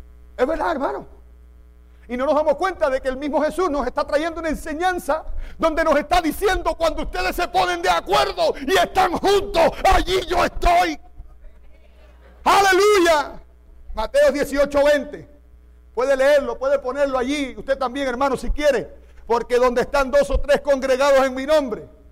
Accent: Cuba; moved away; nosotros decimos, en Cuba le decimos a veces la guataca también

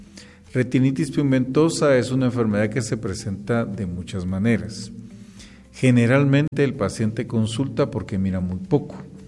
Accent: Guatemala; Lamentablemente, como buenos chapines, mejor la otra semana, que pase la Semana Santa.

